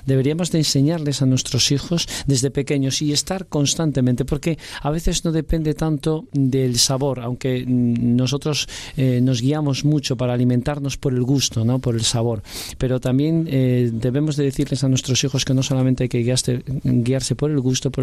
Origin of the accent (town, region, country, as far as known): Spain